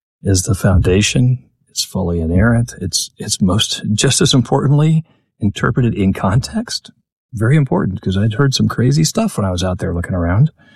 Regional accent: Wichita, Kansas, United States; I'm from Wichita, Kansas, but my father's an agronomist, so he worked with a lot in the country with different wheats, and we lived on the edge of town, a lot of access to outdoor stuff.

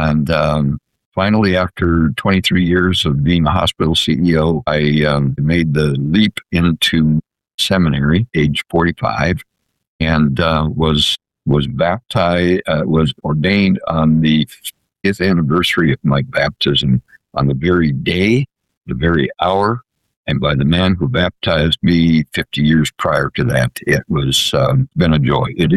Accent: Minnesota, United States; moved away as an adult; also born or lived in Beausejour, Manitoba, Canada; I grew up in northern Minnesota, about 90 miles away from the Canadian border and about 90 miles away from Fargo, North Dakota, out there in the farm and lakes country.

